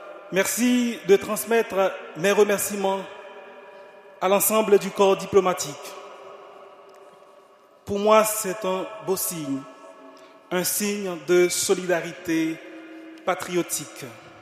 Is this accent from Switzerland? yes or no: no; Haiti; now in France; Haïti, cette terre de liberté qui m'a vu naître m'attend.